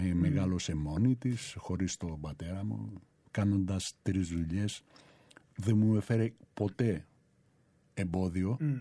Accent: Thessaloniki, Central Macedonia, Greece; εμείς επειδή είμαστε από την Επτάλοφο, Αμπελόκηποι Θεσσαλονικής

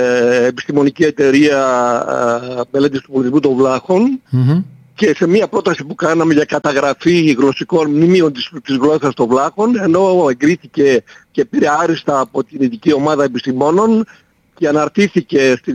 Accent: Greece; Είμαστε Έλληνες.

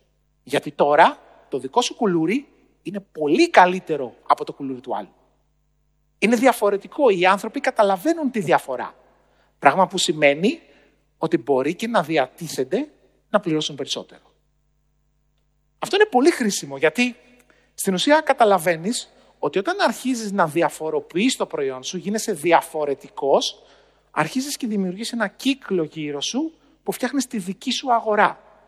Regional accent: Western Greece, Greece; Στο χωριό μου λοιπόν, στο Αγρίνιο, εκεί που μεγάλωσα, στον Αβαρίκο Ετωλοακαρνανίας, ένα μικρό χωριό που είναι κοντά στο Θέρμο, το 1990 ήταν στις δόξες του.

